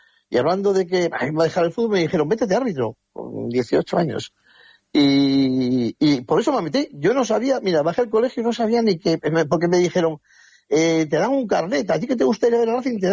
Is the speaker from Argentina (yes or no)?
no; Santander, Cantabria, Spain; Mira, yo nací en Santander y viví toda mi infancia en donde está el campo de fútbol de General Dávila, del cuartel, que era un cuartel.